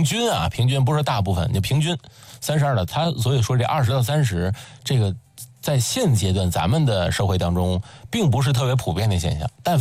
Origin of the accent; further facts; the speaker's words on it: Tianjin, China; 从小在这长大